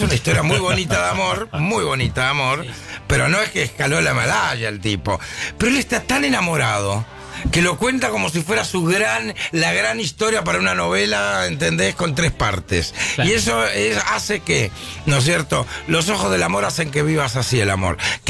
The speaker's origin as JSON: {"language": "Spanish", "country": "Argentina"}